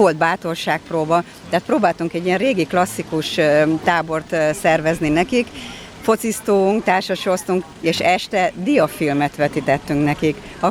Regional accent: Ercsi, Fejér, Hungary; Én úgy érzem, hogy hiába vagyunk Ercsiben, városban. Én faluban nőttem fel, Ercsi nagyközség, falu nagyközség.

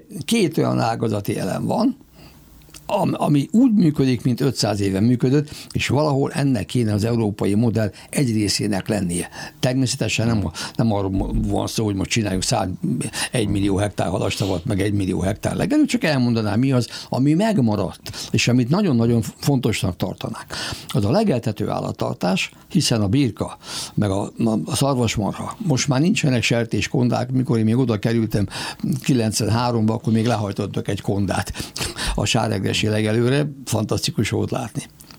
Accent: Ercsi, Fejér, Hungary; born there; Ercsibe születtem, a szívem csücske.

